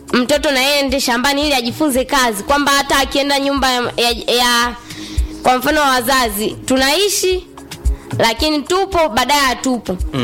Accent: Kilogota, Tanzania; Natokea kata ya Kilogota.

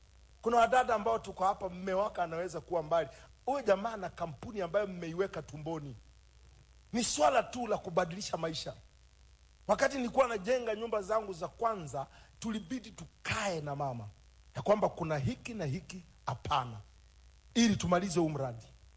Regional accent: Tanzania; nimetoka Tanzania, watajuaje?

